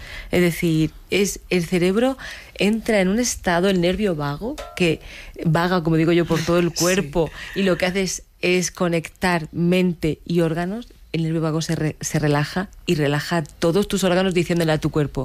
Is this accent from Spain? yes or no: yes; Águilas, Region of Murcia, Spain; born there; Yo soy nacida en Águilas